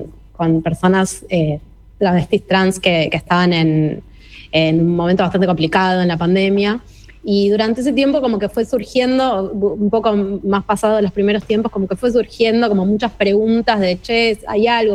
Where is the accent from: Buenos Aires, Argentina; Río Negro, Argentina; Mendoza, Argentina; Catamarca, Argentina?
Buenos Aires, Argentina